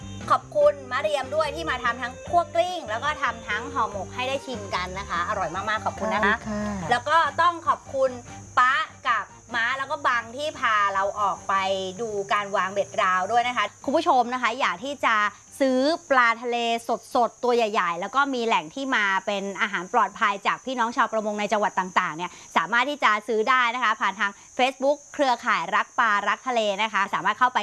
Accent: Southern Thailand, Thailand; ไม่ได้เราเป็นคนใต้

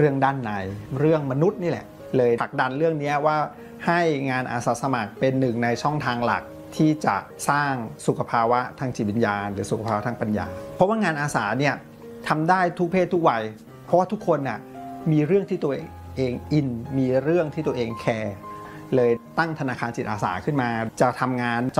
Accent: Bangkok, Thailand; born or raised there

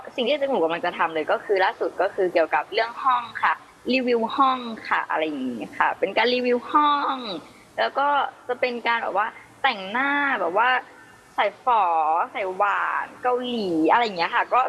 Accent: Phang Nga, Thailand

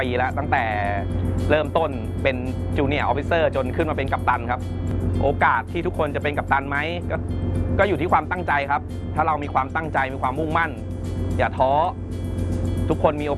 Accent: Phitsanulok, Thailand; พื้นเพผมเนี่ยเป็นคนจังหวัดพิษณุโลกศึกษามัธยมจากโรงเรียนพิษณุโลกพิทยาคม

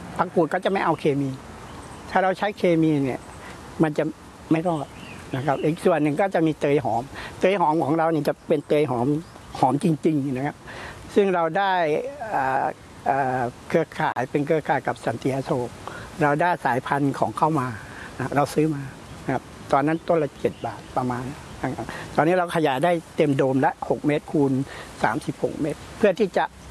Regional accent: Pattani, Thailand; ผมเป็นลูกหลานเกษตรผมดั้งเดิมผมเป็นคนปัตตานีพ่อผมทำเกษตรพ่อผมทำนาพ่อผมทำสวน

